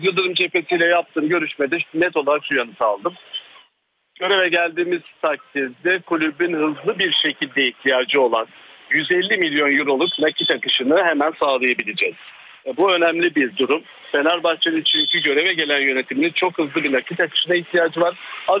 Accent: Ünye, Ordu, Turkey; Ünye benim memleketim.

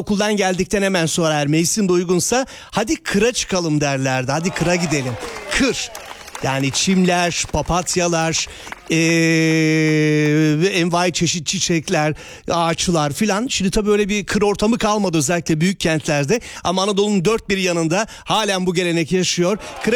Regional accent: Istanbul, Turkey; ben doğma büyüme İstanbulluyum

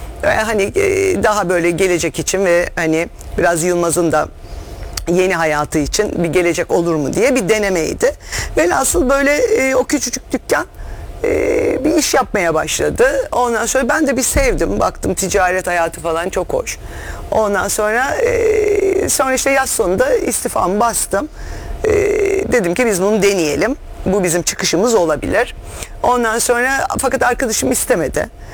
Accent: Adapazarı, Sakarya, Turkey; moved away as an adult; 66 yılında Adapazarı'nda doğdum. İşte ilkokul, ortaokul, lise. Onlar Adapazarı'nda oldu.

